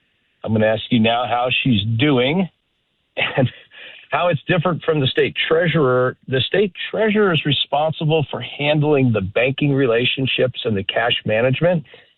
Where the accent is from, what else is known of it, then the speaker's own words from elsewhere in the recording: California, United States; I am a Californian, almost lifelong. I had my first birthday here on Route 66 in 1967. Grew up in Southern California.